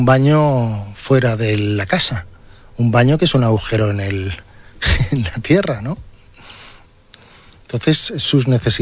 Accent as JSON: {"language": "Spanish", "town": "Palma", "region": "Balearic Islands", "country": "Spain", "tie": "born or raised there", "said": "yo en Palma, aquí fui al colegio de jesuitas, a Montesión, siempre ha estado Dios, la religión presente."}